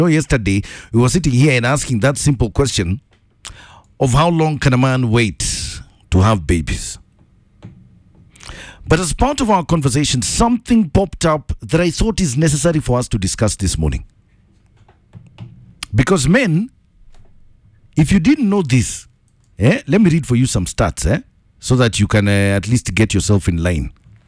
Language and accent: English; Kenya